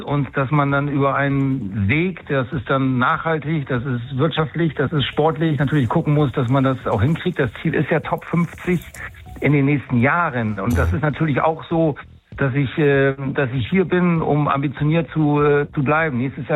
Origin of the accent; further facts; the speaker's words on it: Bremen, Germany; so gesehen passe ich als Bremer, glaube ich, ganz gut hierher.